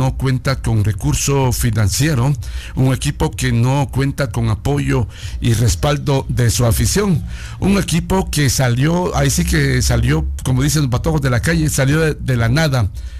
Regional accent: Guatemala; como guatemalteco que uno siente y que es

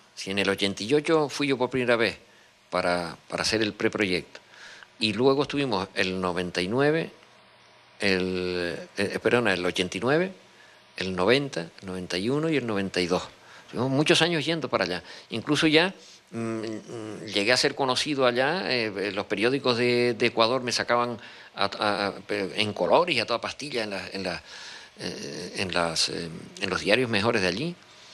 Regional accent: Canary Islands, Spain

